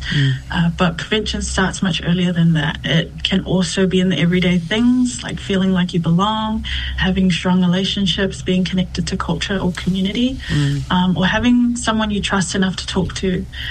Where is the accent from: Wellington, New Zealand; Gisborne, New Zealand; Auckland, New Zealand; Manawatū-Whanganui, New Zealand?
Auckland, New Zealand; born there; I am a second-generation Aotearoa-born Samoan. I am from the villages of Lanomanu, Asanga, Vaimoso, Sapunawa, and my favorite village of them all, South Auckland.